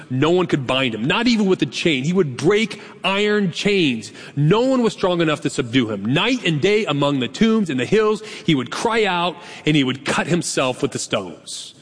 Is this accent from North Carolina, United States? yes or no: no; Carmichael, California, United States; also born or lived in Sacramento; And when somebody asked me where I was from, I would always say, I'm from Sacramento. Do you know I've never lived one day in my entire life in the city of Sacramento? Not one day. I actually grew up and am from Carmicha